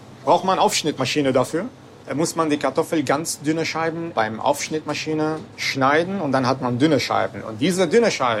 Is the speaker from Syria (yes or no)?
yes; Damascus, Damascus Governorate, Syria; moved away as an adult; now in Wuppertal, Germany; Ich komme ursprünglich aus Syrien, aus Damaskus.